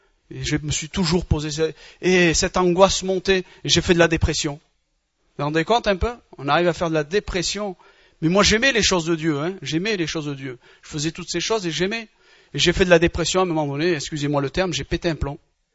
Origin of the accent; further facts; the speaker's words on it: Batna Province, Algeria; Je suis algérien, de mère algérienne et de père algérien, des Aurès, pour ceux qui connaissent, ceux qui sont des... Je suis un berbère, un chaoui, des Aurès là-bas du côté de Betna